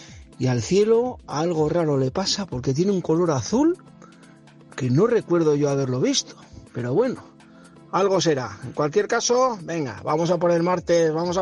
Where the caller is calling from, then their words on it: Valle de Trápaga, Basque Country, Spain; de Trápaga.